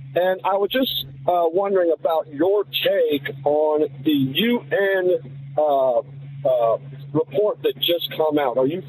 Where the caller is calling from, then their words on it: Dayton, Ohio, United States; from Dayton, Ohio.